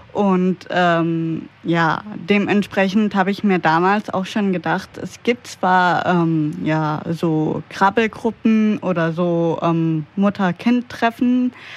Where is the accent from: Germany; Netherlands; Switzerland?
Germany; Groß-Gerau district, Hesse; ich komme hier aus dem Kreis Groß-Gerau, bin 26 Jahre alt und bin schon zweifach Mutter.